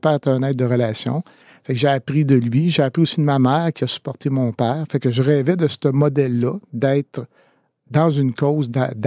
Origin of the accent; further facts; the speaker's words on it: Quebec, Canada; Ben, je suis Beauceron, évidemment, oui.